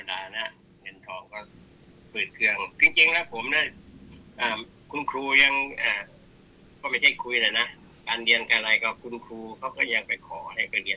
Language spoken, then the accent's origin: Thai; Dan Khun Thot, Nakhon Ratchasima, Thailand; born there; เลยก็คือเกิดก็คือที่โคราชนะที